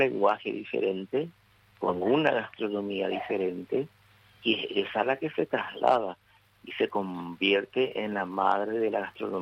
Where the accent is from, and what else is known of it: Paraguay